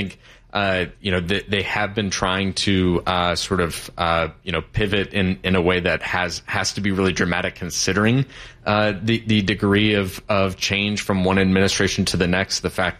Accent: Michigan, United States; moved away as an adult; also born or lived in London; I grew up in Michigan.

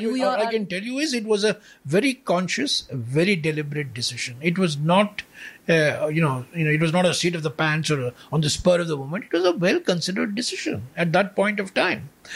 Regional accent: Karnataka, India; I'm from Karnataka.

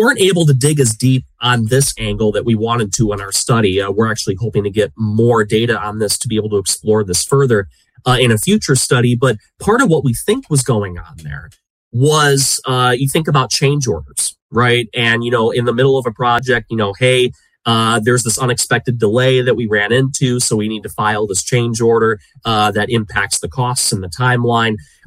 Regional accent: Michigan, United States; Even take my home state of Michigan.

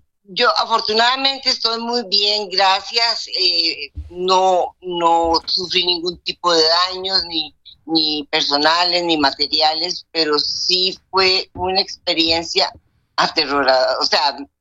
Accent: San José, Costa Rica; now in Medellín, Colombia; Pues ya yo he pasado la experiencia de terremotos porque yo soy de Costa Rica. Yo estoy viviendo ahora en Medellín, pero yo soy de Costa Rica, de San José.

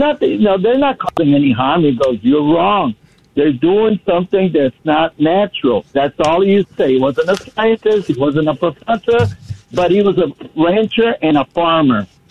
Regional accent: Mexico; English is a second language; The word irony, let me tell you, I grew up in Mexico, was born in Mexico.

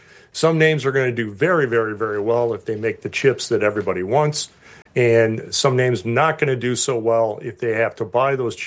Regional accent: Kansas, United States; now in Chicago, United States; I was born and raised in Kansas.

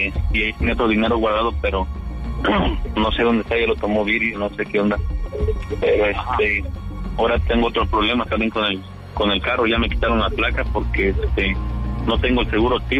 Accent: Querétaro, Mexico; con la licencia que tengo y con la credencial, pues se dan cuenta que soy de aquí de Querétaro.

